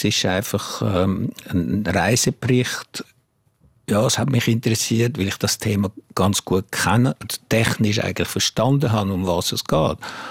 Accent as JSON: {"language": "German", "region": "Jura", "country": "Switzerland", "tie": "born or raised there", "said": "Nein, ich finde einfach, ich bin von da. Ich bin im Jura aufgewachsen. Ich bin ein Freund vom Zürichsee oder vom Genfersee und ich gehe gerne in den Alpen wandern."}